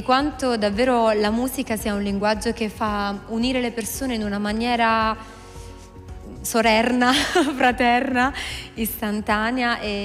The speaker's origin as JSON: {"language": "Italian", "region": "Apulia", "country": "Italy", "said": "io sono pugliese, quindi da buona pugliese ci siamo conosciute a tavola."}